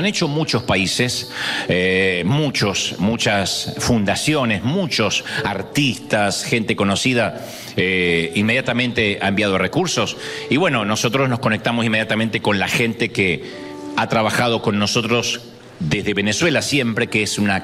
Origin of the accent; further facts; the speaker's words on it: Argentina; born there; moved away; A veces yo publico algo por mi país natal y se enojan, dice, pero ustedes los argentinos agrandados porque compraron el mundial